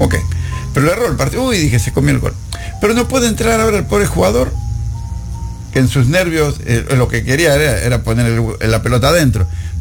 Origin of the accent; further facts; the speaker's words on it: Argentina; como soy de Argentina